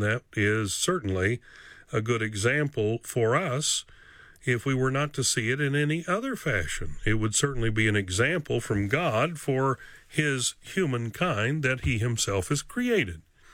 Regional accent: Tennessee, United States; when I grew up in Northeast Tennessee as a youngster

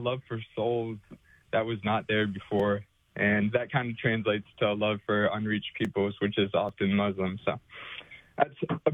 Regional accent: Dallas, Texas, United States; now in Ankeny, Iowa, United States; So I grew up in Dallas, Texas.

